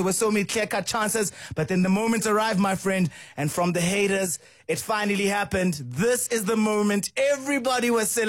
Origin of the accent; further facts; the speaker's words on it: South Africa; Being South African, I genuinely mean it when I say I'm so proud to be South African. It is the most incredible honor to be a South African.